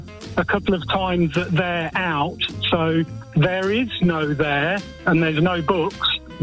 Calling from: Peterborough, East of England, United Kingdom; I'm calling from Peterborough.

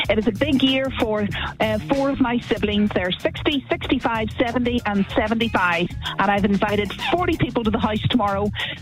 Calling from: Belfast, Northern Ireland, United Kingdom; We're calling from Belfast in Northern Ireland.

